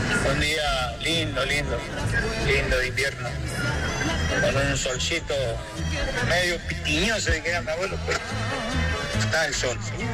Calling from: Puerto Deseado, Santa Cruz, Argentina; acá de Puerto Deseado.

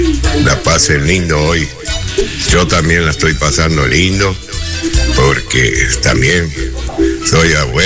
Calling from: Nogoyá, Entre Ríos, Argentina; Acá le hablo de Nogoyá, Entre Ríos

